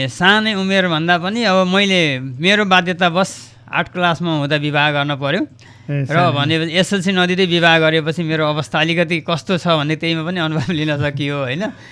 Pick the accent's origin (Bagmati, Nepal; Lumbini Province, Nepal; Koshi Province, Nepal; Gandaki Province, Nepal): Lumbini Province, Nepal; Khajura; मेरो बाल्यकाल म यहीँ बाँकी जिल्ला खजुरा गाउँपालिका वडा नम्बर 2K गाउँ 19 नम्बर भन्ने प्लट नम्बरमा चाहिँ मेरो जन्म भएको हो।